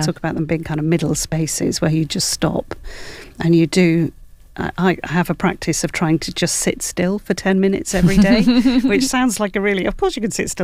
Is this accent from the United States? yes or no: no; Wales, United Kingdom